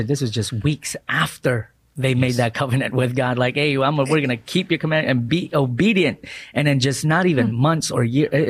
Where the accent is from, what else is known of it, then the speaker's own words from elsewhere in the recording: Philippines; as a Filipino, you know, my parents wanted me to be a nurse.